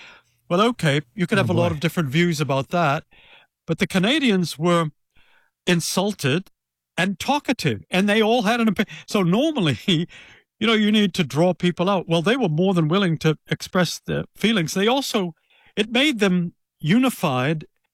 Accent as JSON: {"language": "English", "country": "United States"}